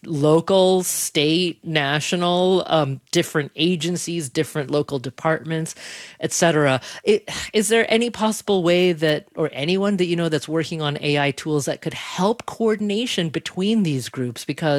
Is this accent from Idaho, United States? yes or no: no; Oregon, United States; I grew up in Oregon